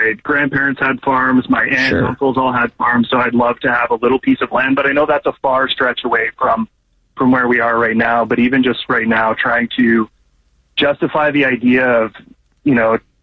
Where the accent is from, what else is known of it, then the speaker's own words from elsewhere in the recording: Ottawa, Ontario, Canada; I grew up in Ottawa. My parents don't live there anymore.